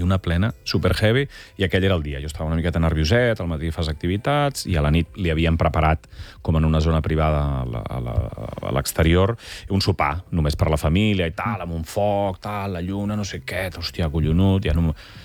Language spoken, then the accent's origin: Catalan; Altafulla, Catalonia, Spain; al meu poble, Altafulla, petitet